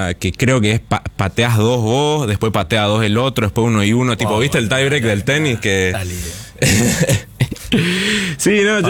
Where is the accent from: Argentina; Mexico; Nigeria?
Argentina; como Argentina sufrimos un poco esta campaña de desprestigio